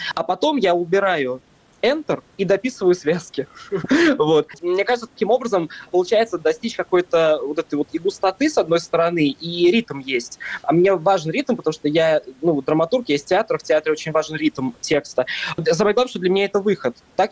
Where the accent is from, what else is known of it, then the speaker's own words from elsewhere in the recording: Russia; born there; И я первый, кто родился в России в 92 году, когда моя мать только переехала в Россию после гражданской войны в Таджикистане.